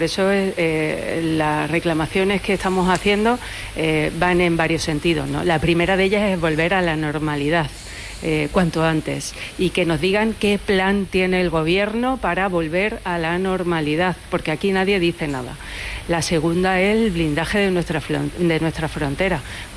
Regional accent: Ceuta, Spain; la ciudad de Ceuta me produce muchísima tristeza que mi país, después de 30 días, no haya sido capaz de protegernos a los ceutíes

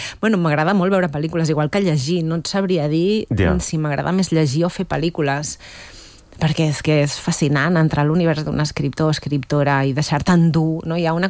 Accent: Sant Fost de Campsentelles, Catalonia, Spain; also born or lived in Granollers / Mollet del Vallès; Vaig néixer, en realitat vaig néixer a Granollers i he viscut sempre a Sant Fost i després a Mollet, de jove, però vaig anar a l'institut de Mollet.

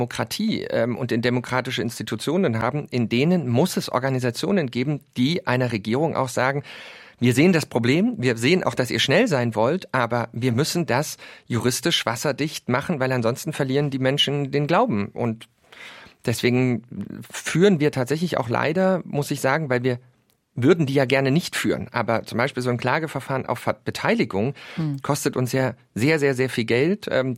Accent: Lusatia, Germany; Also gerade in meiner Heimat, in der Lausitz, wo die Spree dann in Richtung Berlin fließt, der Spreewald

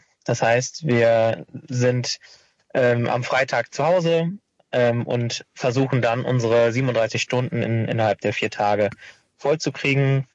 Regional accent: Bad Laer, Lower Saxony, Germany

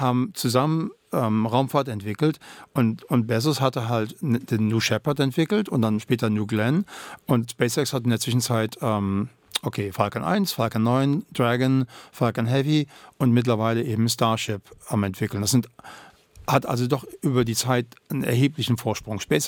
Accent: Germany; accent: German; weil ich habe ja einen deutschen Akzent

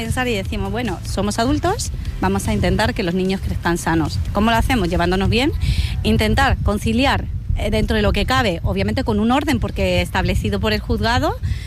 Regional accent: Chile; now in Spain; Bueno, yo soy pues somos chilenos realmente.

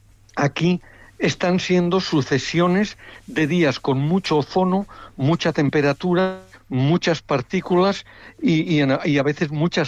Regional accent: Spain; en España vamos con un retraso importante respecto a muchos otros países aplicando medidas.

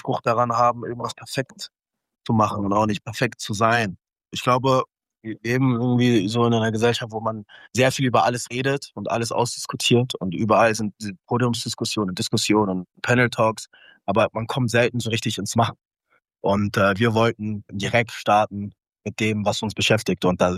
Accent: Cologne, North Rhine-Westphalia, Germany; Wir sind ja in Köln aufgewachsen, wir sind eine Kölner Band, wir haben sehr viel Zeit auch in Ehrenfeld verbracht

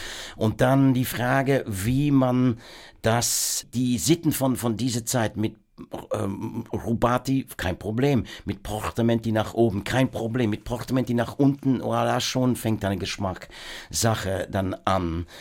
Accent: Worcester, West Midlands, United Kingdom; German is a second language; moved away; ich bin natürlich in Worcester aufgewachsen.

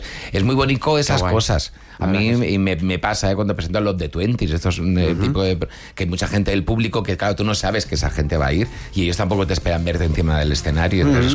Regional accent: Barcelona, Catalonia, Spain; moved away as an adult; now in Madrid, Spain; yo soy de Barcelona, me vine a Madrid con 18 años.

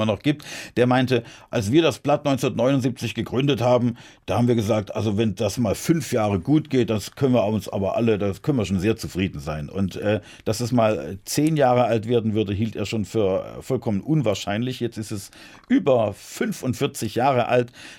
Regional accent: Heilbronn, Baden-Württemberg, Germany; 1990 bin ich dann in meiner Heimatstadt Heilbronn als Kandidat auch angetreten, als Bürgermeisterkandidat

